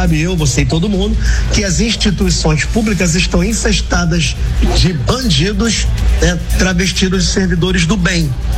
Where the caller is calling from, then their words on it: Mesquita, Rio de Janeiro, Brazil; direto de Mesquita.